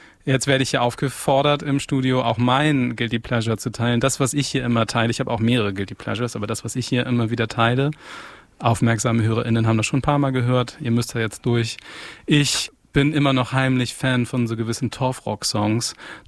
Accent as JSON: {"language": "German", "region": "Northern Germany", "country": "Germany", "tie": "born or raised there", "said": "Aber ich bin halt in Norddeutschland groß geworden und die Leute, die Musik gemacht haben, die hängen da halt auf dem Land ab, also in den Ortschaften, in denen ich groß geworden bin."}